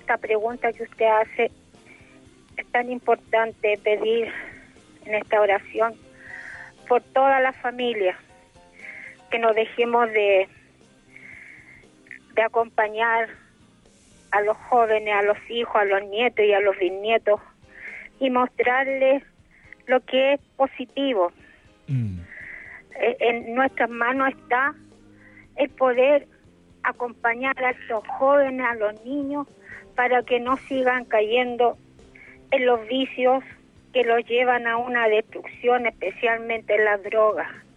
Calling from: La Granja, Santiago Metropolitan Region, Chile; De la granja

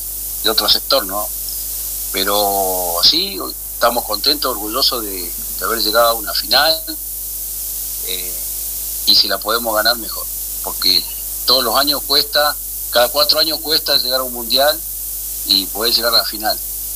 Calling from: Argentina

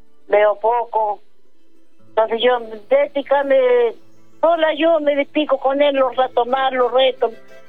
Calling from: Mulchén, Biobío, Chile; yo lo llamo de Molchen.

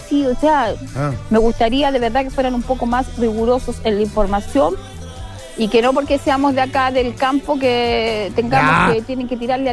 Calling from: Chile; Yo vivo en Calle Núñez

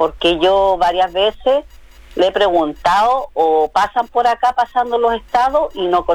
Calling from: Illapel, Coquimbo, Chile; nosotros los yapelinos

